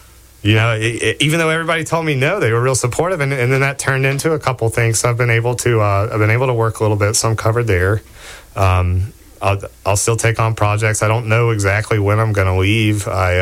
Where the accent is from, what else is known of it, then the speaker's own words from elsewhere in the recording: Johnson City, Tennessee, United States; I'm an Episcopalian from Johnson City, Tennessee, so I had to go to the bathroom.